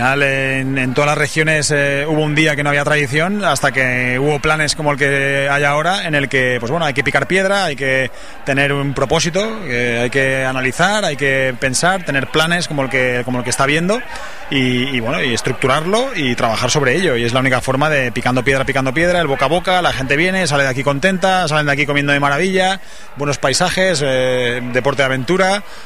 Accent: Asturias, Spain; Yo que vengo de Asturias, ahí pues bueno, hay muchas empresas también de turismo, empresas de rafting, de descenso en canoas de plástico ahí en el Sella, ¿no?

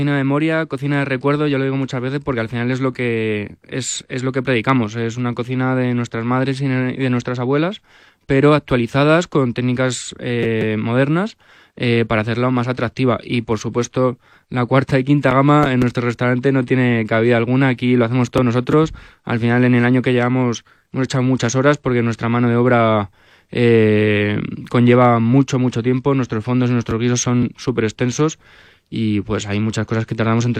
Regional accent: Spain; somos cocineros españoles

